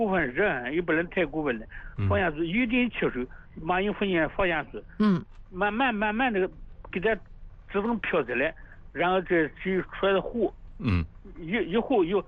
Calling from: Feidong, Anhui, China; 我家是肥东的，我住在姚海。

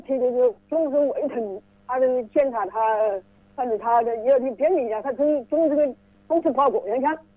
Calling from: Wuhan, Hubei, China; 我是武汉市江夏区的，江夏区佛州岭这里。

